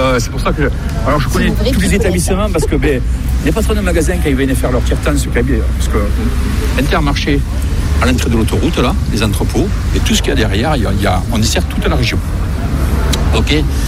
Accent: Montauban, Occitanie, France; born there; je suis né à Montauban. Donc, de ce fait, je suis très intéressé à ma ville

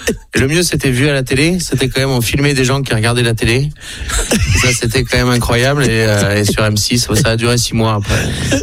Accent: Fronton, Occitanie, France; moi, j'ai grandi à Fronton et Léa, elle a grandi à Boulogne.

